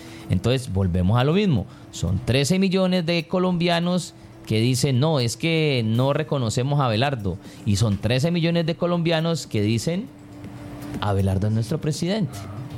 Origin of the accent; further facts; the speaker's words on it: Colombia; la gente no respeta lo que yo como colombiano puedo haber pensado